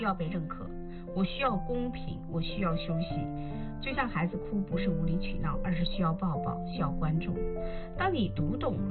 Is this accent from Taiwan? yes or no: no; China